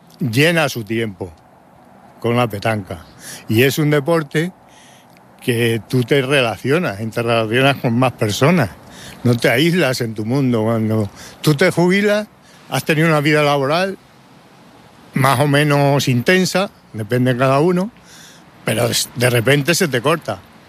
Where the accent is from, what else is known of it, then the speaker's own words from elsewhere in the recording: El Arenal, Castile and León, Spain; En los años 50, me emociono, mi pueblo emigró a Francia.